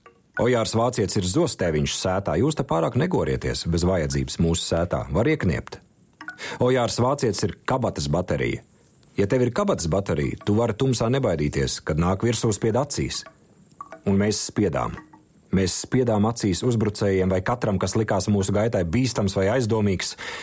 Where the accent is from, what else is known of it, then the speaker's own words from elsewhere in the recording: Courland, Latvia; Es esmu dzimis Kurzemes zvejniekos. Pie mums mīļu vārdu pateikt otram, lai cik mīļam bija kauns.